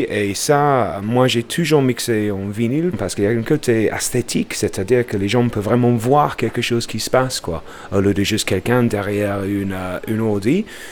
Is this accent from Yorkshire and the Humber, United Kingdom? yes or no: yes; Bradford, Yorkshire and the Humber, United Kingdom; French is a second language; moved away as an adult; now in Lyon, France; je viens de Bradford, dans le nord de l'Angleterre.